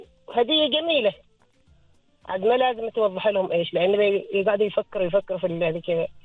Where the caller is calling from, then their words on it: Oman; إحنا يعني عمانيين